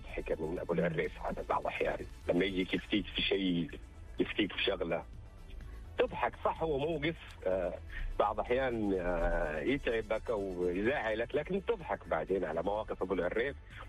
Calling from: Jeddah, Makkah Province, Saudi Arabia

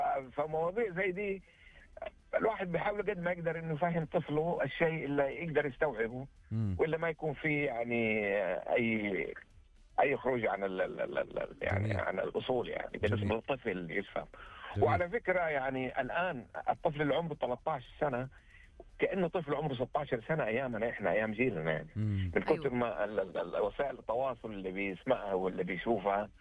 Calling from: Jeddah, Makkah Province, Saudi Arabia

